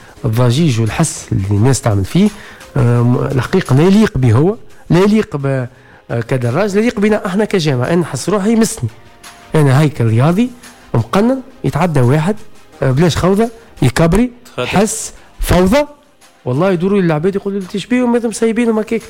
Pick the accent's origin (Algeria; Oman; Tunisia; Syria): Tunisia; احنا في تونس